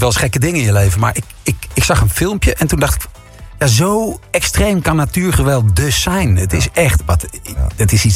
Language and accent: Dutch; Utrecht, Netherlands; accent: Amsterdam; En ik kom oorspronkelijk uit Utrecht. En ik heb heel veel Utrechtse vrienden die willen geen moer meer met me te maken hebben. Gewoon Amsterdams klink.